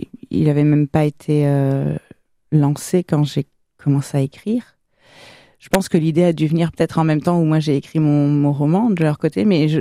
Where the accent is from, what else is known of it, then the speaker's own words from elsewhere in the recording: Versailles, Île-de-France, France; also born or lived in Liverpool; now in Bordeaux, France; J'ai grandi à Versailles.